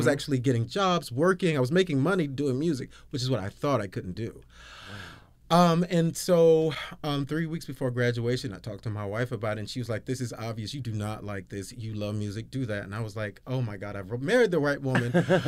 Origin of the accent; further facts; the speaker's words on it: Georgia, United States; Okay, so I'm from Georgia. I had always been a musician.